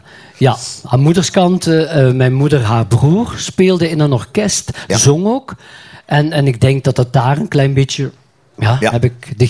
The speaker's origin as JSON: {"language": "Dutch", "town": "Meeuwen", "region": "Flanders", "country": "Belgium", "said": "Afkomstig van Meeuwen."}